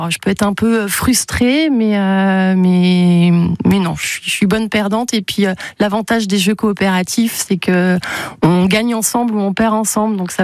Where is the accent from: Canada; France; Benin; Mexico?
France; Laxou, Grand Est; born there; now in Le Mans, France; j'ai 44 ans. Je suis née à Laxous et en Meurthe-et-Moselle, à côté de Nancy. Et j'habite le Mans depuis octobre 2006.